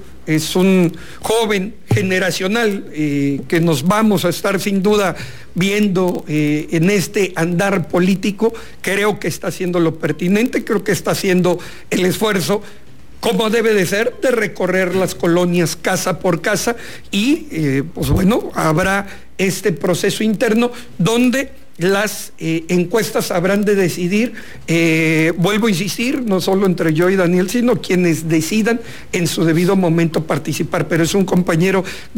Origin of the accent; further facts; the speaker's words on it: Mexico; Soy un orgulloso nacido en esa colonia, y toda la vida, toda mi vida la he hecho en este municipio, en el municipio del centro.